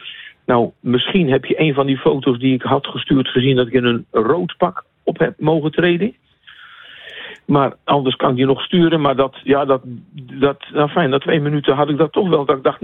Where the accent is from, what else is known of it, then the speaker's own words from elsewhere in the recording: Netherlands; voor ons als Nederlanders, we zijn met 4 Nederlandse omroepers